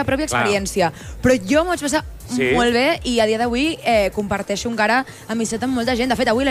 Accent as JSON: {"language": "Catalan", "town": "Barcelona", "region": "Catalonia", "country": "Spain", "said": "Home, jo soc de Ciutat Vella."}